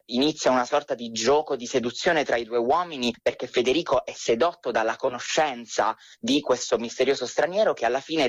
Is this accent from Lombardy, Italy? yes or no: no; Apulia, Italy; Io sono pugliese e ho questo ricordo di queste bellissime lande desolate, le chiamo io, no? Con queste gravine rocciose, questi meravigliosi campi sconfinati.